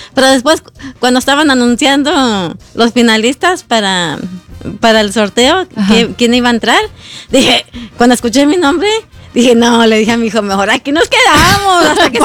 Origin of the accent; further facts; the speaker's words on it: Duarte, California, United States; born there; Yo soy nacida aquí en Duarte, California.